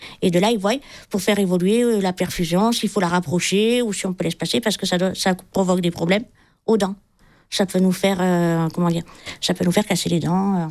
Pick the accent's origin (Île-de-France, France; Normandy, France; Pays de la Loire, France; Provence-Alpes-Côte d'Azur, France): Provence-Alpes-Côte d'Azur, France; L'Escarène; c'est comme ça que j'ai rencontré Jade pour notre première journée à l'Escarène, puisque je suis de l'Escarène.